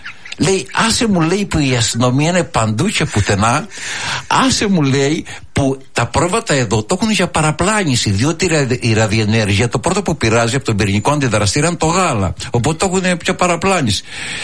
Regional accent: Crete, Greece; moved away as an adult; όταν έφυγα από το χωριό να πάω στο Ηράκλειο. Μιλάμε 40 λεπτά δρόμους, αλλά δεν είχαμε αυτοκίνητα τότε.

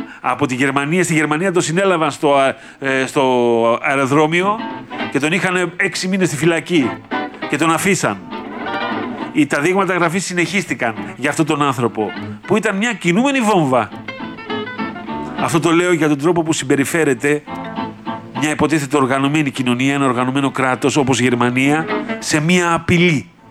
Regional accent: Greece

